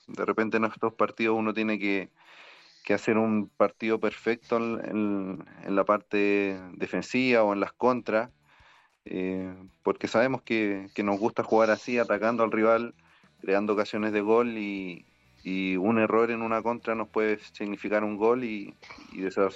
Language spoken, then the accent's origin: Spanish; Puerto Montt, Los Lagos, Chile; yo soy de Puerto Montt, jugué en Deportes Puerto Montt